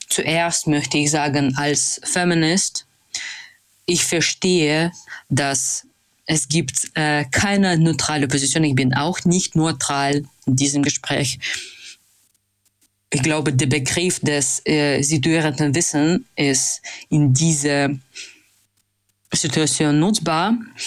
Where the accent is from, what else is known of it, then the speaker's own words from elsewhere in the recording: Russia; German is a second language; now in Hamburg, Germany; Ich komme aus Russland, tatsächlich eine Stadt, das hat eine Vollinvasion, Aggression gegen Ukraine gemacht. Ich lebe jetzt in Hamburg